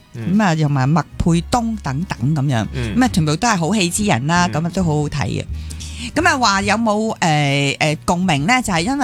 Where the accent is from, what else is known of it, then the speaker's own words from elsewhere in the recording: Hong Kong; 其实几关我哋香港人士嘅，